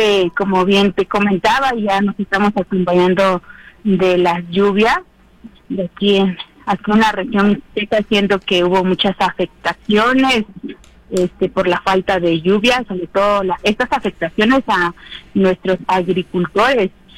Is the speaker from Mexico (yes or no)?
yes; San Andrés Chicahuaxtla, Oaxaca, Mexico; first language Triqui; Spanish is a second language; para mi comunidad triqui, los tres variantes, alta, media y baja. Yo soy alta, de San Andrés Picahuatzla.